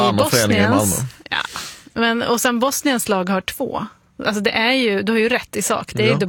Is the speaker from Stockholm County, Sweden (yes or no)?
yes; Tyresö, Stockholm County, Sweden; moved away; I Tyresö där jag kommer ifrån för otroligt länge sedan.